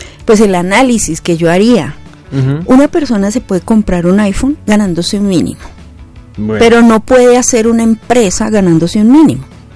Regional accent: Colombia

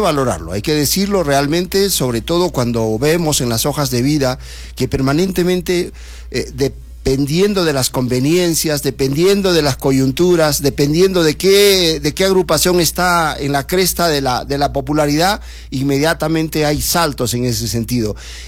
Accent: Arequipa, Peru; los arequipeños somos así

